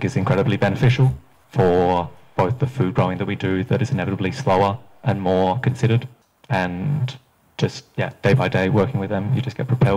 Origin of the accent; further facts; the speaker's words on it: France; also born or lived in Spain; So I'd say I grew up in France and Spain.